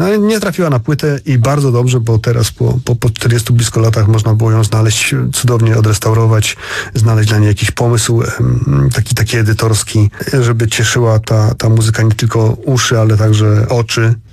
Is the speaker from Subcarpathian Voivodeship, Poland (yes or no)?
no; Warsaw, Masovian Voivodeship, Poland; No ja tutaj jako warszawiak zazdroszczę Opolu, bo Opole ma fenomenalny dorobek nagraniowy, tak.